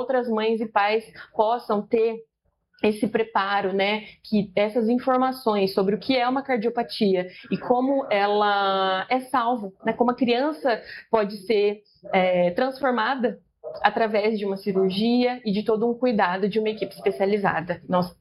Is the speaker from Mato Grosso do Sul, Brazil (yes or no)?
no; Lins, São Paulo, Brazil; Nós somos da cidade de Lins. Lins é 1h30 daqui